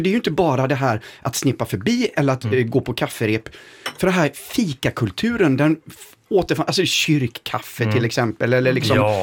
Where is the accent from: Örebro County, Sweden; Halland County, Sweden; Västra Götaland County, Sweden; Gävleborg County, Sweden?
Västra Götaland County, Sweden; Gothenburg; jag är ju uppvuxen i Göteborg, men har tillbringat somrarna de senaste 25 åren i, ja, söder om mina trakter, men ändå i Norrland.